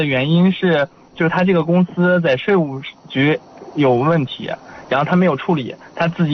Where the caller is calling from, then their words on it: Houma, Shanxi, China; 我是侯马的。